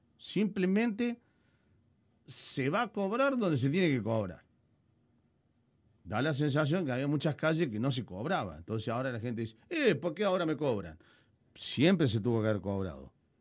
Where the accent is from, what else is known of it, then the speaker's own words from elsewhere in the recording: La Calera, Córdoba, Argentina; Soy de La Calera y en Don Menil estaban revisando hasta el baúl del auto.